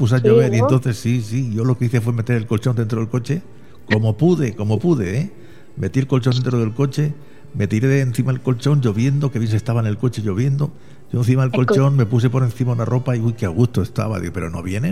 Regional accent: Region of Murcia, Spain; Claro, y además es de mi tierra, es murciana, claro que sí.

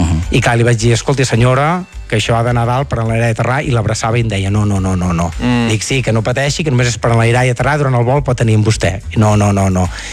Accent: Terrassa, Catalonia, Spain; jo sóc de Terrassa, sí.

